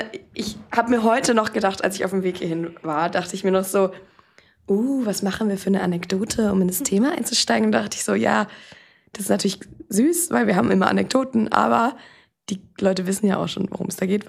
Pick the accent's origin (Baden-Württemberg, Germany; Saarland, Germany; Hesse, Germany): Baden-Württemberg, Germany; Mannheim; now in Berlin, Germany; Ich komme eigentlich aus Mannheim … In Berlin